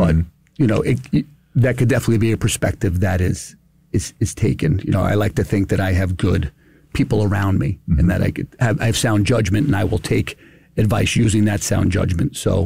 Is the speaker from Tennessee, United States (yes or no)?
no; Long Beach, California, United States; He went missing in Long Beach, which is my hometown.